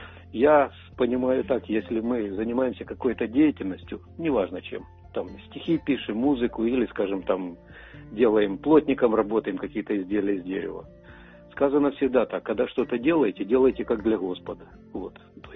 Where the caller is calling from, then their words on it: Dnipro, Dnipropetrovsk Oblast, Ukraine; Добрий день, Світле Радіо. Я з Дніпра.